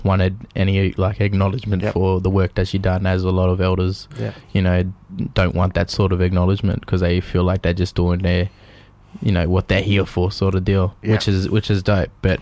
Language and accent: English; Mildura, Victoria, Australia; she was an elder of the community I grew up in Mildura.